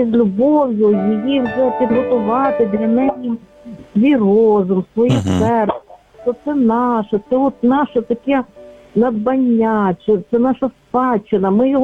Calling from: Lviv, Lviv Oblast, Ukraine; зі Львова.

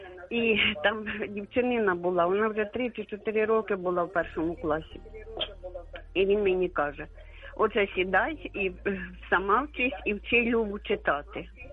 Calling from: Kharkiv, Kharkiv Oblast, Ukraine; я із Харкова.

